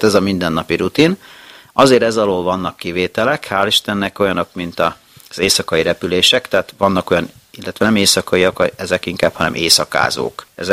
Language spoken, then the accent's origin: Hungarian; Hungary; de azért én magyar ember vagyok, én nekem nagyon fontosak a barátok